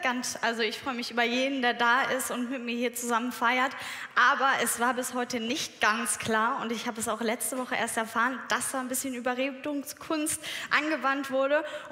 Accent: Rhineland, Germany; accent: Rhenish dialect; als Rheinländerin sagt man ja immer, it is wie it could wie it could und it hat noch immer Jotirange. Ich weiß, mein Dialekt ist nicht der beste

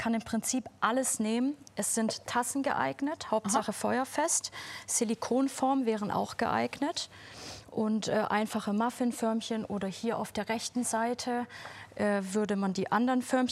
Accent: Böblingen, Baden-Württemberg, Germany; Ich komme aus Böblingen, ja. Aus dem wunderschönen Böblingen.

